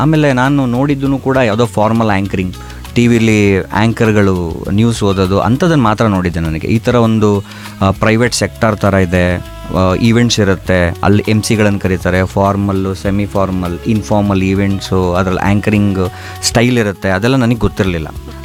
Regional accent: Shivamogga, Karnataka, India; also born or lived in Chikkamagaluru; ನಾನು ಹುಟ್ಟಿದ್ದು ಚಿಕ್ಕಮಗಳೂರಲ್ಲಿ, ಆದರೆ ಓದಿದ್ದು ಬೆಳೆದಿದ್ದು ಎಲ್ಲ ಕಂಪ್ಲೀಟಾಗಿ ಫಸ್ಟ್ ಸ್ಟ್ಯಾಂಡರ್ಡಿಂದ ಶಿವಮೊಗ್ಗದಲ್ಲೇ. ಇವಾಗಲೂ ಕೂಡ ಮನೆ ಇರೋದು, ಹಾಗೆ ಈವೆಂಟ್ಸ್ ಎಲ್ಲ ಇದ್ದರೂ ಶೂಟಿಂಗ್ ಎಲ್ಲ ಇದ್ದರೂ ಕೂಡ ಮುಗಿಸ್ಕೊಂಡು ವಾಪಸ್ ಬರೋದು ಶಿವಮೊಗ್ಗಕ್ಕೆ, ಬೇರೆ ಕಡೆ ಇರಬೇಕು ಅಂತ ಅಷ್ಟು ಅನಿಸಲ್ಲ.

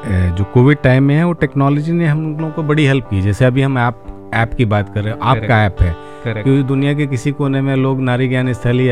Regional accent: Gonda, Uttar Pradesh, India; मेरी लाइफ तो गोंडा से ही शुरुआत हुई.

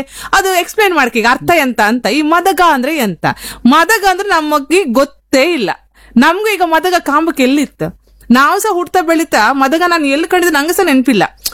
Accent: Karnataka, India; moved away; also born or lived in Mumbai; ನಾನು ಇದೇ ಊರಂಗಿದ್ದವಳು ಕರಾವಳಿಯಲ್ಲಿ, ನಮ್ದದೇ 4,500 ಮಿಲಿಮೀಟರ್ ಮಳೆ ಕಂಡವ್ರು.

